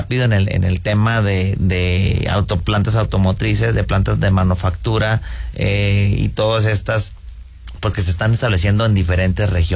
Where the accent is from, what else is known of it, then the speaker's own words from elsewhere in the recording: Piedras Negras, Coahuila, Mexico; now in Saltillo, Mexico; yo soy originario de Piedras Negras